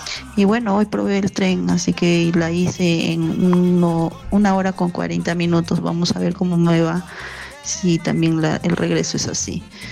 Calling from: Lima, Peru; yo vivo en San Juan del Lurigancho y tengo ya 12 años trabajando en Chorrillos, en Huaylajo Matelini, para el sector salud

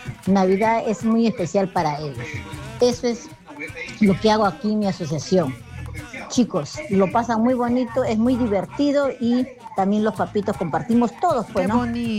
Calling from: Lima, Peru; de Puente Piedra. Mire, chico, acá una clásica que tenemos, yo vivo en Puente Piedra, ¿ya? En la Asociación Imperial.

